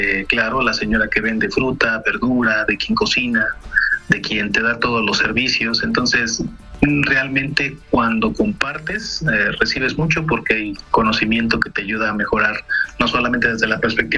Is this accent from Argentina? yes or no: no; Mexico; El español que nos identifica como mexicanos es muy diferente del español de Centroamérica por la cultura, en Sudamérica igual, en Europa.